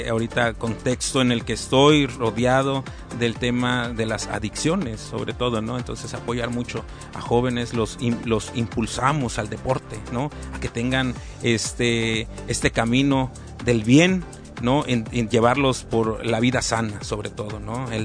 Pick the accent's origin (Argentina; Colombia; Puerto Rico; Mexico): Mexico; Acapulco, Guerrero; yo soy de aquí de Acapulco